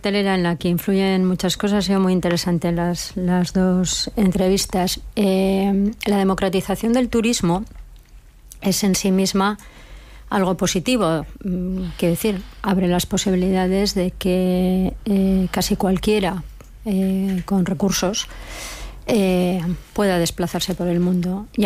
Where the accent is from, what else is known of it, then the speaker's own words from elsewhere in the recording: Basque Country, Spain; also born or lived in San Sebastián; Euskadi, que está, lo digo porque yo soy vasca.